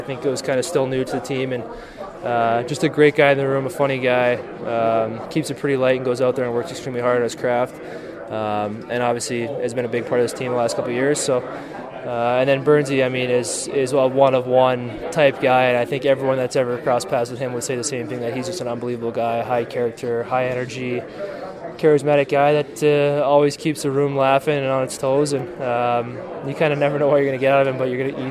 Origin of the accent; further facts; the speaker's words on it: Minnesota, United States; I remember growing up in Minnesota kind of watching him his early years